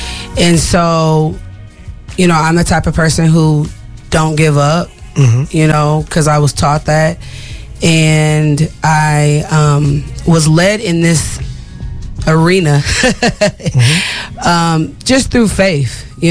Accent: St. Paul, Minnesota, United States; So I grew up right here in St. Paul

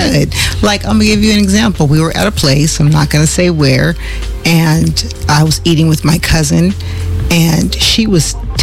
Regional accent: the South, United States; I grew up in the South and my grandmother's fried chicken was the best

